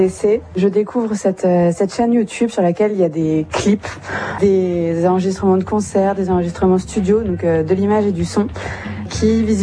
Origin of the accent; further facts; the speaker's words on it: Djibouti; j'ai grandi à Djibouti.